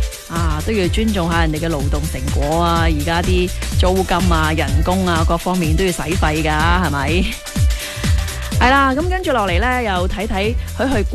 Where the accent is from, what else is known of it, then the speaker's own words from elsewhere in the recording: Zhuhai, Guangdong, China; 我嘅成长系喺珠海噶嘛，唔再讲乡下，我嘅家乡、我故乡喺珠海啊